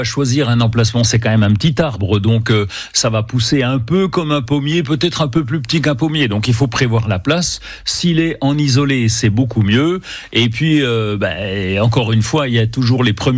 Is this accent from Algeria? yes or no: no; Bourgogne-Franche-Comté, France; Même chez nous, en Franche-Comté, ça peut aller.